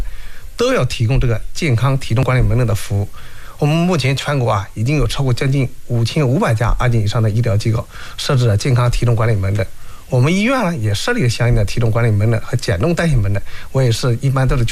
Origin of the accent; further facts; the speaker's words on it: China; 尤其是说亚洲男性，我们中国人啊，如果男性腰围大于等于90厘米